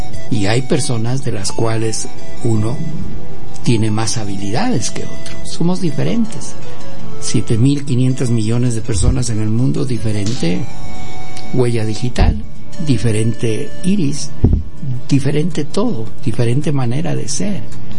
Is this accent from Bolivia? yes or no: no; Cajamarca, Peru; porque yo soy de Cajamarca, de la sierra, y siempre … ¿no? Y entonces … porque yo soy indio